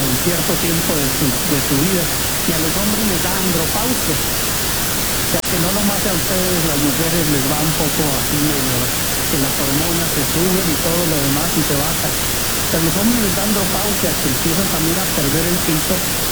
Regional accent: Mexico; como buen mexicano, bromista, ¿no?

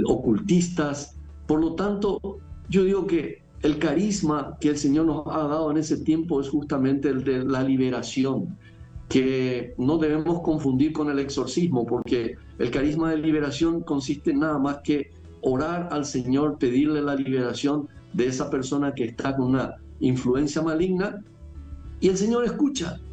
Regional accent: Paraguay

